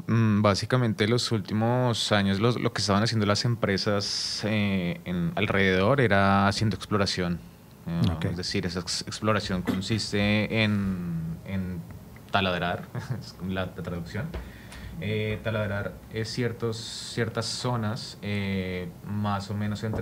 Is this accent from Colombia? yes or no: yes; Colombia; yo creo que como buen colombiano somos como muy orgullosos de nuestras raíces, de nuestra cultura.